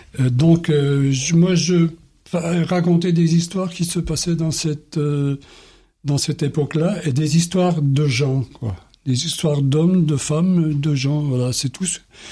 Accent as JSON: {"language": "French", "region": "Grand Est", "country": "France", "tie": "born or raised there", "moved": "yes", "said": "là-bas, dans mon bled des Vosges, mon trou du cul du monde de là-bas."}